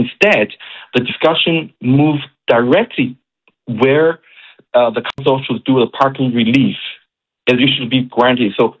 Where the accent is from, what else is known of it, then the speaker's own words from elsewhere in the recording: China; English is a second language; moved away as an adult; now in St. John's, Canada; I think as a newcomer, you know, I'm originally from China